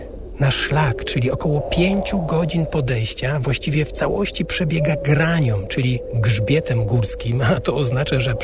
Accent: Silesian Voivodeship, Poland; now in Germany; mimo że przecież w Beskid w dzieciństwie miałem bliżej, bo wychowałem się na Górnym Śląsku.

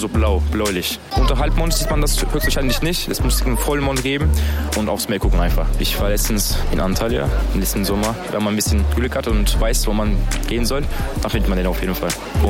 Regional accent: Dortmund, North Rhine-Westphalia, Germany; also born or lived in Istanbul; Hi, ich bin … aus Istanbul. Mein Lieblingswort ist Yakamos und ich komme aus Dortmund.

